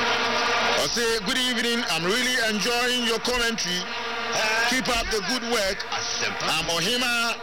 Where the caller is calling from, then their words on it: Akwatia, Eastern Region, Ghana; from Achim, Buedua, precisely Eastern Region, Akwetia.